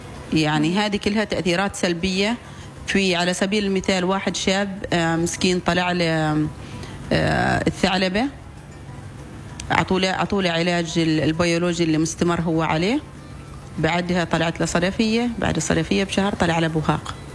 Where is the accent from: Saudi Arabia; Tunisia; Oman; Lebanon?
Oman; احنا كمجتمع عماني